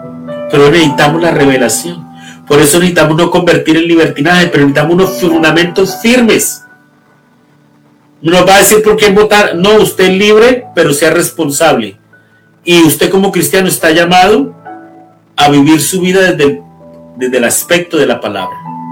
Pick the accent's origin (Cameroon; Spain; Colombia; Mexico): Colombia; Yo hablo de Colombia porque es mi nación